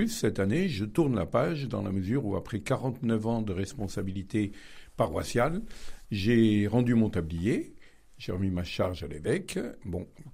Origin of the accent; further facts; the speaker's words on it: Bathernay, Auvergne-Rhône-Alpes, France; born there; je suis né à Batternay, je suis un petit village du nord de Rome.